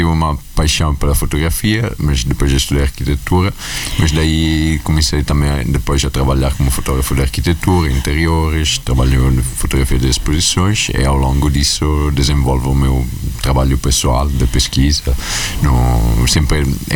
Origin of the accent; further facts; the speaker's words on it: Vimercate, Lombardy, Italy; Portuguese is a second language; moved away as an adult; also born or lived in Porto, Portugal; now in Venice, Italy; Eu nasci e cresci em Milano, perto de Milano, digamos, é uma aldeia, chama-se Vimercate, mas nos últimos 8 anos estou a morar em Veneza, então considero-me daí, de Veneza, agora.